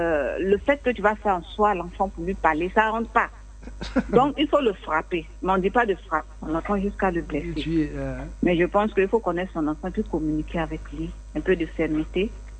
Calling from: Abidjan, Côte d’Ivoire; J'appelle de Yopougo.

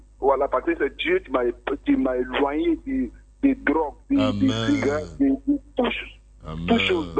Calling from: Abidjan, Côte d’Ivoire; je vous appelle de Yopougon.

